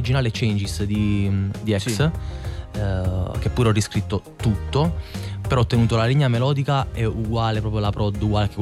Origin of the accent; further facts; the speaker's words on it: Naples, Campania, Italy; io all'inizio quasi non è che volevo nascondere di essere napoletano, che mai nella vita.